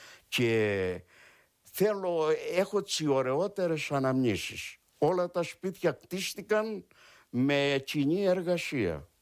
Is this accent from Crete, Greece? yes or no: yes; Anogeia, Crete, Greece; born there; τον τόπο μου